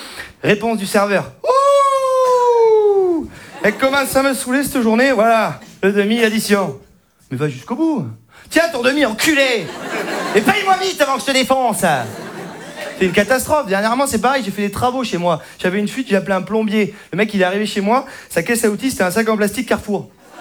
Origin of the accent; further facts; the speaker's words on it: Saint-Émilion, Nouvelle-Aquitaine, France; je viens de Saint-Émilion. Il l'a dit déjà, mais il y en a qui connaissent Saint-Émilion?